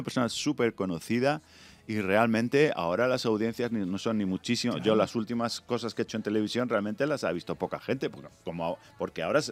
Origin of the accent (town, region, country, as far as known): Ajofrín, Castilla-La Mancha, Spain; born or raised there